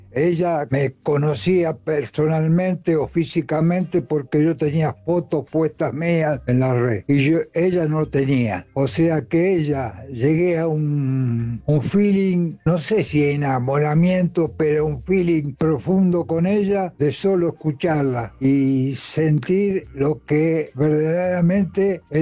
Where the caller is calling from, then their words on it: Capilla del Monte, Córdoba, Argentina; de Capilla del Monte.